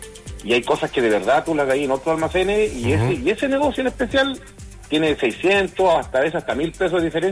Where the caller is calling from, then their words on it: Paipote, Atacama, Chile; yo soy de acá de Paipote.